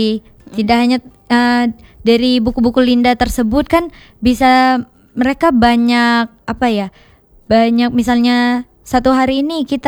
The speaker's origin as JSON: {"language": "Indonesian", "town": "Lahat", "region": "South Sumatra", "country": "Indonesia", "moved": "as an adult", "lives_now": "Palembang, Indonesia"}